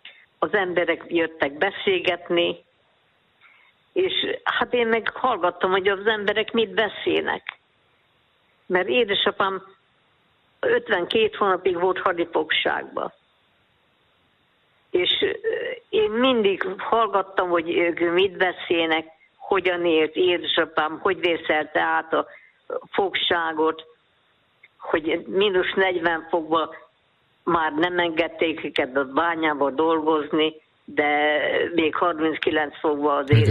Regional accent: Jászkarajenő, Pest, Hungary; moved away as an adult; also born or lived in Lakitelek / Kiskunfélegyháza; ház, ahol én kicsikoromtól éltem, hát 4 éves voltam akkor, mikor Jászkara Jenőre költöztünk Lakitelekről. De mondjuk az életemnek nagy részét, az iskolám nagy részét, hát 22 éves voltam, amikor férhez mentem onnan a szülőfalomból. És hát mink tanyán éltünk.

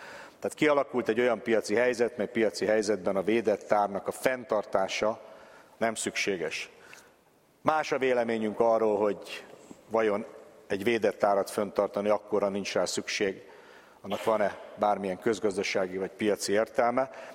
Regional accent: Hungary; erre mint magyarok azért valamennyire büszkék lehetünk

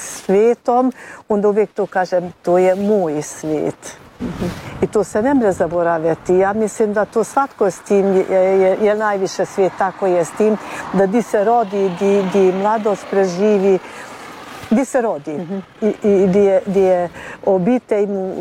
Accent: Martinci, Baranya, Hungary; moved away as an adult; now in Lukovišće, Hungary; Ja sam iz Martinaca rođena i držim se uvijek da sam ja Martinčanka, makar i u Lukovišću stanujem. Tamo smo se odselili zbog posla svojega, tako da tamo moramo živjeti. Ja sad već sama živim

